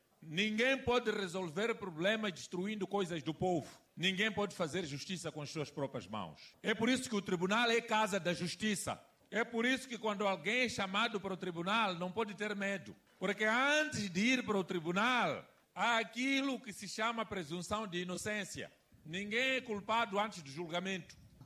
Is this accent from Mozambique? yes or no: yes; Mozambique; Nós, como moçambicanos, somos um povo de paz.